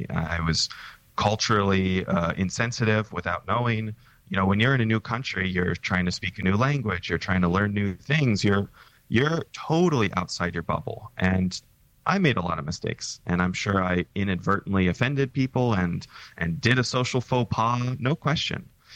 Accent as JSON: {"language": "English", "region": "California", "country": "United States", "said": "And in fact, I'm from Silicon Valley, where a lot of people are hardcore capitalists."}